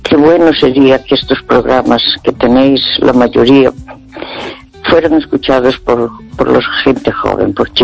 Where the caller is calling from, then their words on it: Santiago de Compostela, Galicia, Spain; de Santiago.